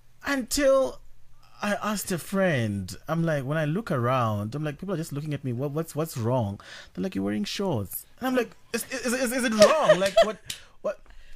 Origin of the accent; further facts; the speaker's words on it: South Africa; But for me, I was just being a South African, was just feeling hot.